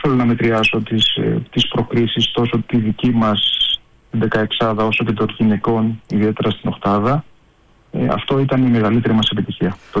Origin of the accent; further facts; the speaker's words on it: Greece; Είμαστε Έλληνες που παίζουμε μακριά από την πατρίδα μας